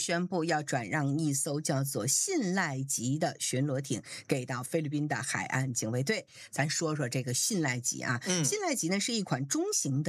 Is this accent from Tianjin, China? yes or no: yes; Tianjin, China; 我家乡是天津嘛